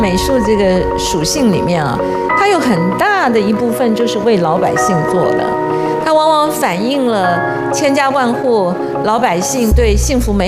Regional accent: China

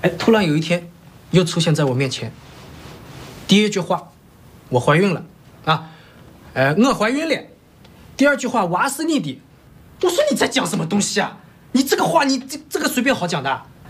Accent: Shanghai, China; 我说我是上海人，我一有户口，二有房子，对吧？

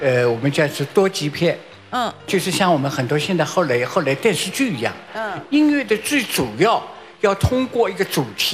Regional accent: Shanghai, China; 我们上海人

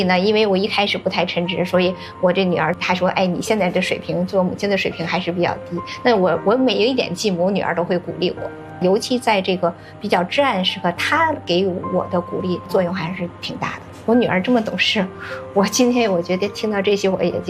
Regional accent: China; 这是我们中国人的骄傲。

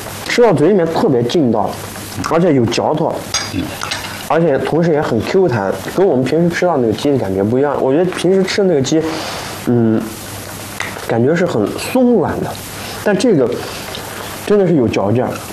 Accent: Xinjiang, China; 按照咱们新疆人的口味是不是会偏辣一些呢？

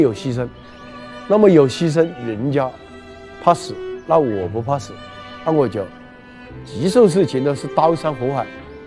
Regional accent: Hunan, China; 我们湖南人都一样的，是这种就是不怕死

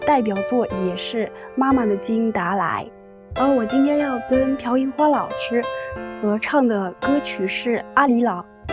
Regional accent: Tibet, China; 我是来自西藏。

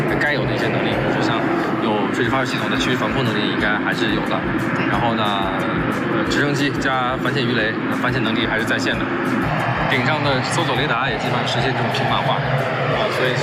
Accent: China; 我是中国的

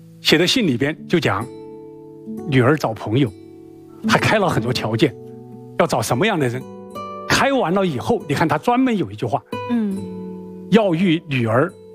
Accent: China; 我们中国人

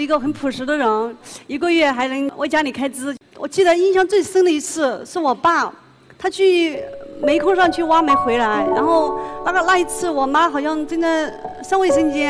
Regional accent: Guizhou, China; 我来自于贵州的山区里面，我现在是一名美甲师。

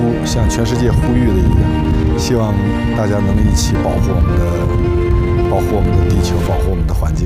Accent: China

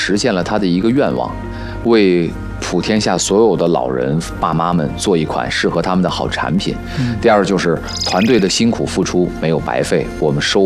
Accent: China; 让我们中国人能够对保健品开始有了一个正确的认知

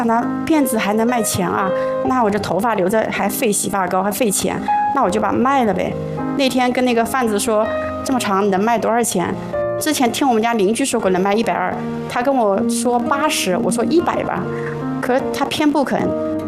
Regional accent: Yancheng, Jiangsu, China; 因为我是来自盐城富里那个农村，我们家呢家庭条件是非常穷的，小时候想吃肉的话，除了逢年过节才吃到肉。

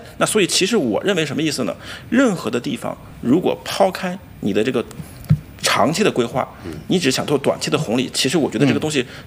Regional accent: Wuhan, Hubei, China; moved away; 我老家武汉洪山区，那是个著名的大学城，

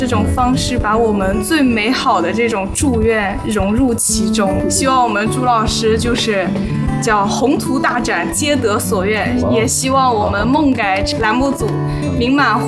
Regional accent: Lianyungang, Jiangsu, China; 我们老家连云港是中国水晶之乡

